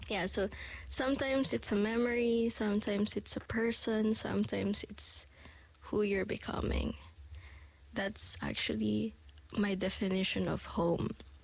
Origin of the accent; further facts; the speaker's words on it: Philippines; moved away as an adult; now in New Zealand; I am living right now here in New Zealand, and my hometown is the Philippines